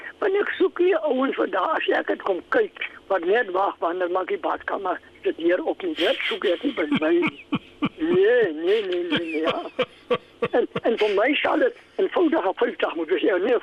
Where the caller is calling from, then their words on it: Walvis Bay, Erongo, Namibia; Ons is nie daar van die boeg nie, ons is van Walvis